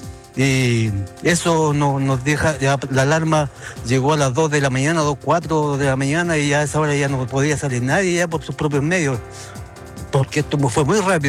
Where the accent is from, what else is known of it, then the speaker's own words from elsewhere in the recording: Chile; como chilenos nos merecemos una vivienda digna y vivir en tranquilidad.